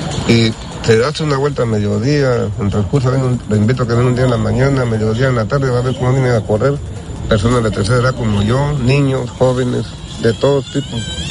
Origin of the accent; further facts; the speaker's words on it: Veracruz, Mexico; yo soy de aquí de Veracruz